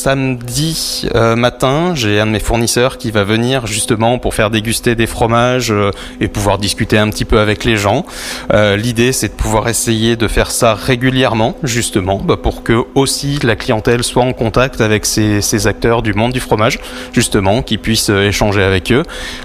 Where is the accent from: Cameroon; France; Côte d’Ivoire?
France; Saint-Pourçain-sur-Sioule, Auvergne-Rhône-Alpes; Je suis originaire de Saint-Pourçain, j'ai vu le vignoble Saint-Pourcinois se développer